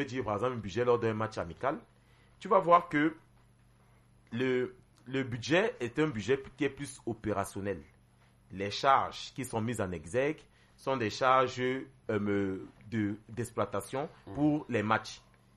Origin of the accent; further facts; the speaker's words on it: Cameroon; en tant que Camerounais